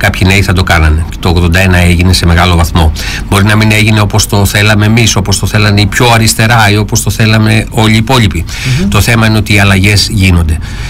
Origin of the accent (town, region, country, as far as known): Greece